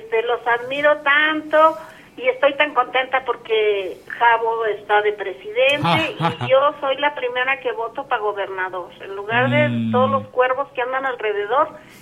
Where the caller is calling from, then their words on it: San Pedro Piedra Gorda, Zacatecas, Mexico; de San Pedro Piedra Gorda, pero vivo en Zacatecas.